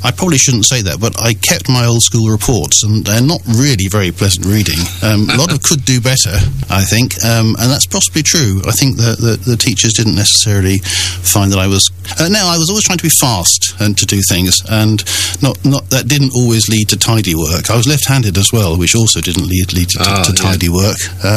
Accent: Cheltenham, South West England, United Kingdom; Anyway, I was born in Cheltenham, and we lived round about Catherley Park. In fact, we lived on Bournside Road

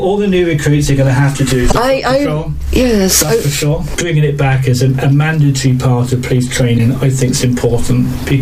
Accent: Cheltenham, South West England, United Kingdom; to be in charge of the police in Cheltenham, my hometown, where I was born, when I went to school, was just amazing.

